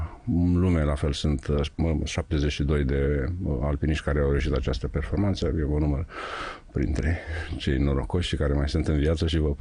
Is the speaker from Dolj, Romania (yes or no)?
no; Piatra Neamț, Neamț County, Romania; eu sunt moldovean, sunt din Piatra Neamț